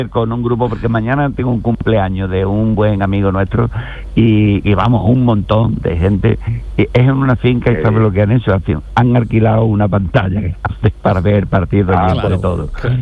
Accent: Andalusia, Spain; Nosotros somos andaluces y que gane el mejor.

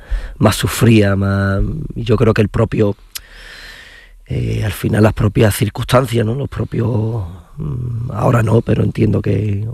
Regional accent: Seville, Andalusia, Spain; born there; tanto mi hermana como yo nacimos allí en Triana y en la calle San Jacinto, la clínica de la Cruz Roja.

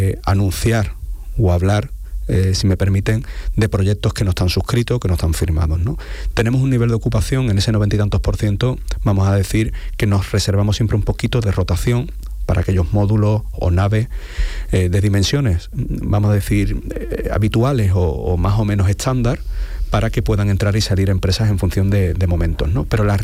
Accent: Cádiz, Andalusia, Spain; para los que somos de aquí de Cádiz

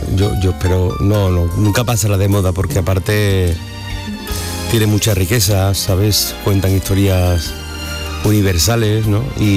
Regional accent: Cuenca, Castilla-La Mancha, Spain; yo soy un señor de Cuenca

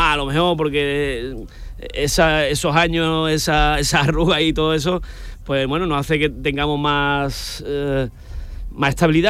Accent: Rincón de la Victoria, Andalusia, Spain; porque nosotros somos de aquí, de Rincón de la Victoria, de Málaga, un pueblo marinero donde se vive la Virgen del Carmen

